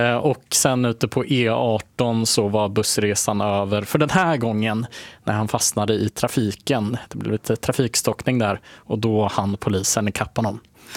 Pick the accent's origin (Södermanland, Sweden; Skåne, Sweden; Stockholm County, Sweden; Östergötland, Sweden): Östergötland, Sweden; Motala; från Motala. Faktiskt. Det är där jag kommer ifrån.